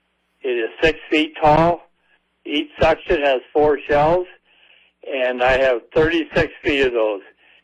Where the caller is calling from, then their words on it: Aberdeen, South Dakota, United States; I'm calling from Aberdeen